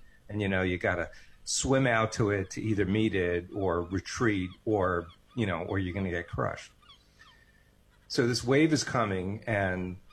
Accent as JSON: {"language": "English", "town": "Coney Island", "region": "New York", "country": "United States", "tie": "born or raised there", "said": "I grew up in Coney Island, so, during the summers, we would literally walk to the beach with my parents"}